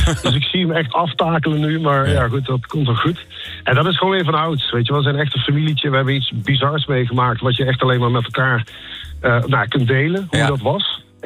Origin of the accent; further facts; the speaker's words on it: Waalwijk, North Brabant, Netherlands; Ja, ik was een schuchtere Brabantse jongen, inderdaad, geboren en getogen in Waalwijk.